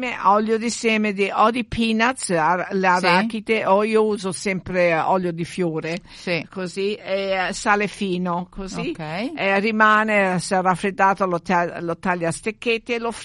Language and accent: Italian; Milan, Lombardy, Italy; Io che sono milanese.